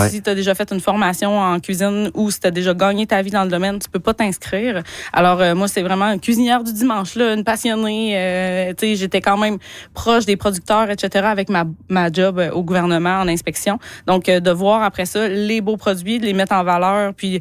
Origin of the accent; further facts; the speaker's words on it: Quebec, Canada; now in Sainte-Croix, Canada; T'sais, moi, j'ai cuisiné de la viande sauvage toute ma vie, vu que je viens de l'Abitibi, en fait.